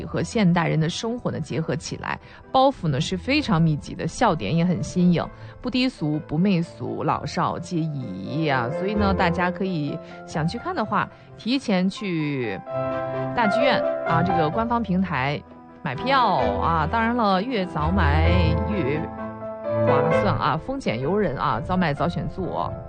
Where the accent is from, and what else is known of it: China